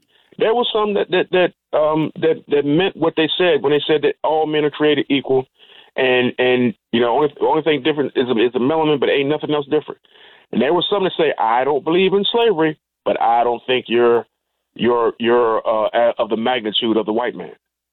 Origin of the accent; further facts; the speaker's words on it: Maryland, United States; he was going to make his return to his hometown, my hometown in Eastern Maryland